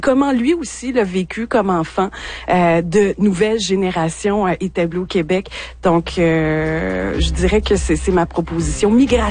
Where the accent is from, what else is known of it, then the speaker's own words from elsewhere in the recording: Haiti; accent: Haitian; Donc, vous entendez mon accent haïtien. Donc, c'est un enfant comme moi que ses parents sont nés en Haïti.